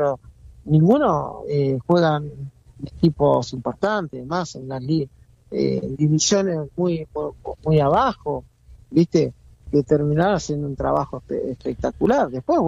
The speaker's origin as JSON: {"language": "Spanish", "country": "Argentina", "said": "Soy argentino. De eso no hay duda y lo digo con mucho orgullo."}